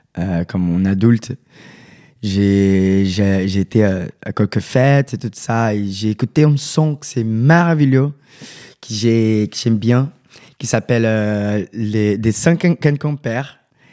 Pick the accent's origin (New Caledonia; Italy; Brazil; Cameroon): Brazil; Rio de Janeiro; French is a second language; moved away as an adult; now in Paris, France; je viens de Rio de Janeiro, Carioca, avec le funk et toute cette influence-là. Et maintenant, je suis là à Paris pour faire mon art